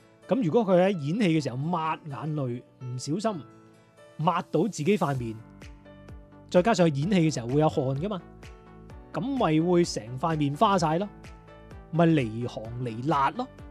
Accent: Guangdong, China; 呢一个咧就系我哋广府人咧用一啲好特别嘅场景或者引个古人出嚟而讲一句好特别嘅歇后语

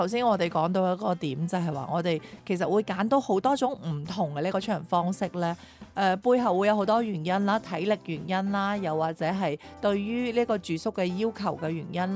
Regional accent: Zhanjiang, Guangdong, China; 我係湛江人

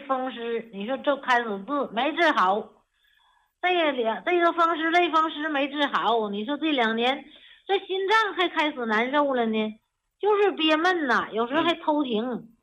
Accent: Northeast China, China; 就是按我们东北那土话咋说，就是说筋疼的那种疼啊

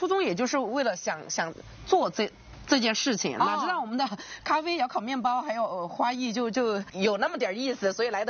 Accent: Pengzhou, Sichuan, China; 这不就是咱们的天蓬牡丹吗？这就是我的，对，这就是我的家乡呀。

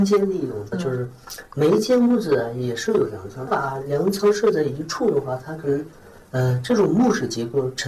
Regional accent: Sichuan, China; 我就出生在这栋楼里。

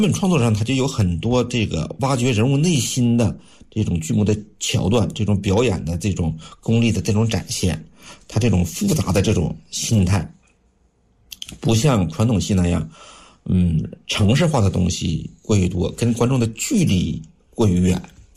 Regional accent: Northeast China, China; 东北农村呢更能代表我们东北人的性格东北的风貌东北人的这种深情和执着淳朴

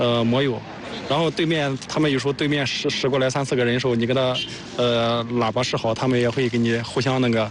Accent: Xuzhou, Jiangsu, China; 从徐州，徐州市云龙湾那那边。

